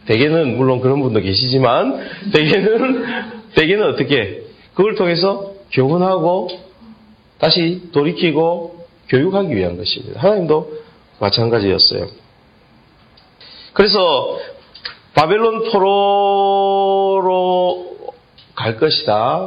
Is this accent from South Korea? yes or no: yes; Gyeongsang, South Korea; 나는 경상도 사람으로서